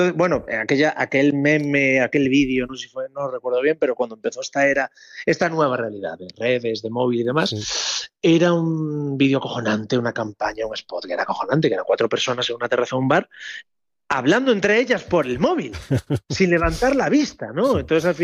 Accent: Ferrol, Galicia, Spain; donde suele llover, hace frío, me siento aún más en casa que soy de Ferrol y se come de la hostia

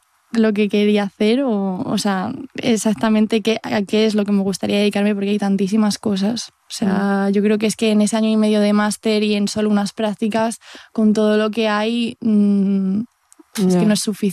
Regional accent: Madrid, Community of Madrid, Spain; yo soy de Carabanchel, entonces desde Carabanchel hasta Alcalá de Henares, pues son 2 horas en Renfe, más o menos.

